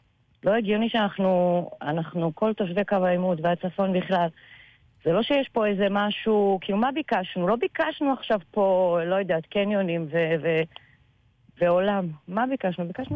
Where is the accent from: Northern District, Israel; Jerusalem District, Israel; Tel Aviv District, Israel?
Northern District, Israel; Karmiel; now in Margaliot, Israel; כן, כן, אני לא במקור משם. את מקרמיאל? כן. אני מקרמיאל, כן.